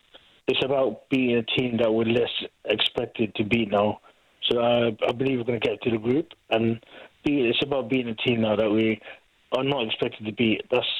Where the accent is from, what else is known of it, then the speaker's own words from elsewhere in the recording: United Kingdom; I'm British. I'm proud of it.